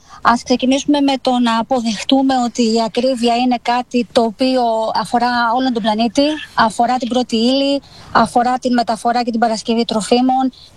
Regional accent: Greece; ειδικά εμείς που είμαστε Έλληνες και ζούμε σε μια χώρα

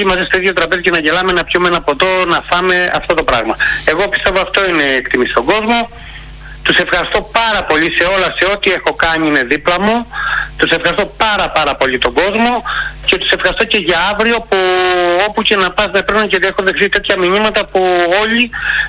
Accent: Patras, West Greece, Greece; Αγαπάω την πόλη μου. Είμαι γέννημα θρέμα πατρινός.

